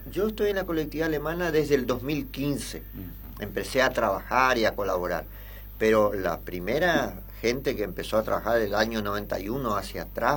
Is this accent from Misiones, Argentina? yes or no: yes; General Alvear, Misiones, Argentina; El año antepasado hicimos un General Alvear en mi pueblo.